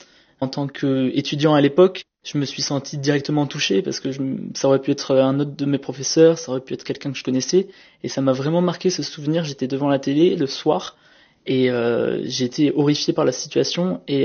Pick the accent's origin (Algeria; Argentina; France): France; Hyères, Provence-Alpes-Côte d'Azur; J'ai grandi à Hyères, dans le Var.